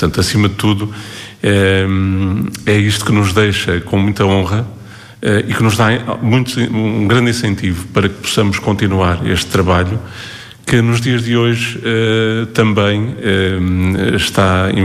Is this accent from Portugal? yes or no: yes; Portugal; enquanto país, enquanto cultura, enquanto portugueses